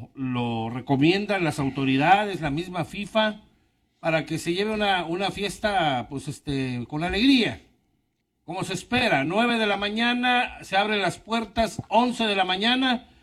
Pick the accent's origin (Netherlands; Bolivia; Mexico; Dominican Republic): Mexico; Polanco, Mexico City; Los que somos de Polanco, estamos cerquita.